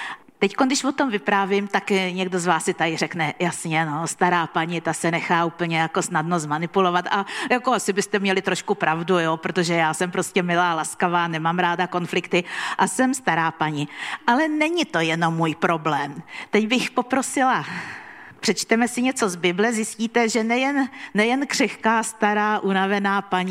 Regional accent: Prague, Czechia; já jsem z Prahy.

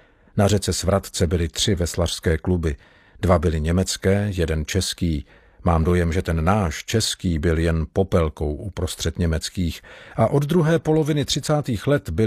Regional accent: Brno, South Moravian Region, Czechia; Ba právě naopak, byl jsem Brňák, přivandrovalec.

